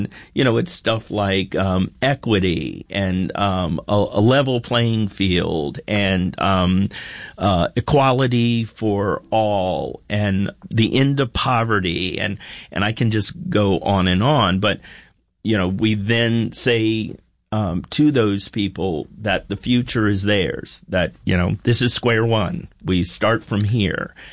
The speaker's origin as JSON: {"language": "English", "country": "United States", "tie": "born there", "said": "I would say I'm proud to be born in America, and I'm proud to continue the path of becoming an American."}